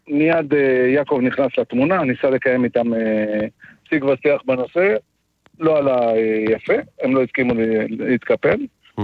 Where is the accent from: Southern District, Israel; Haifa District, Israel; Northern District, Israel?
Haifa District, Israel; Or Akiva; תראה, אני יליד אור עקיבא. נולדתי, גדלתי בעיר הזאת. המשפחה שלי מקימי העיר.